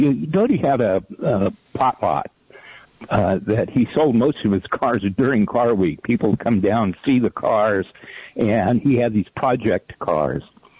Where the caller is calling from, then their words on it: Moss Landing, California, United States; from Mott's Landing.